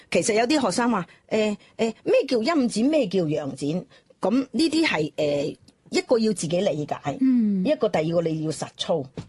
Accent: Guangzhou, Guangdong, China; 我哋广州人好多即系唔系广州人都好啦

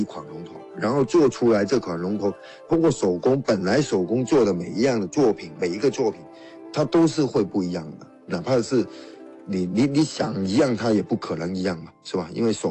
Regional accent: Guangzhou, Guangdong, China; 这是归咎于我们广州这个地理条件跟我们的风俗有关，因为我们广州这边的龙舟呢是在一些狭窄的河冲里面去划

